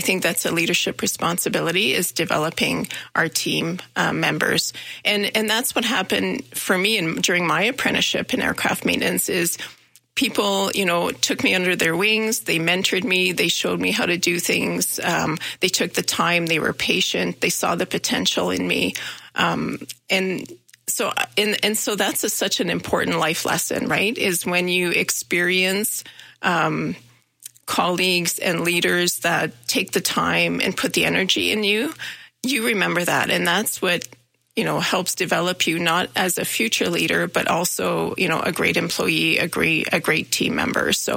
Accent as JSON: {"language": "English", "region": "Manitoba", "country": "Canada", "moved": "as an adult", "lives_now": "Calgary, Canada", "said": "I'm originally from Manitoba, and I came to SAIT, and I remember driving to Calgary. And so everything's new. I didn't know anybody. Went to SAIT for aircraft maintenance, and then ended up staying here in Calgary and working in Calgary."}